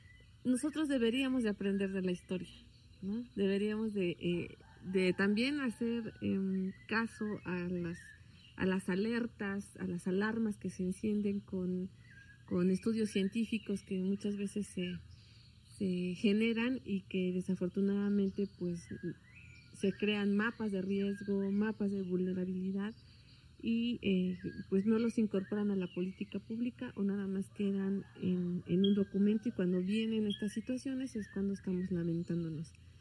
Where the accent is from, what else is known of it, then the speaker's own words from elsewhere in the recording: Huauchinango, Puebla, Mexico; moved away; also born or lived in Mexico City; soy de Huauchinango, Puebla